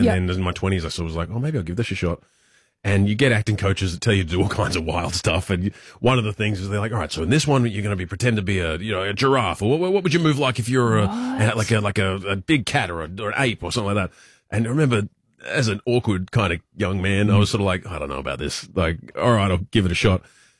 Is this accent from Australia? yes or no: yes; Australia; I'm Australian